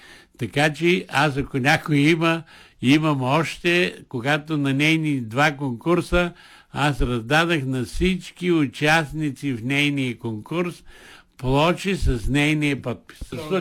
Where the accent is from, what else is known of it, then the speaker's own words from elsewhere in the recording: Haskovo Province, Bulgaria; Тя от Татарево, аз съм от Петелово. Значи, като тръгнеш от моето село, се минава Караманци, Пахиево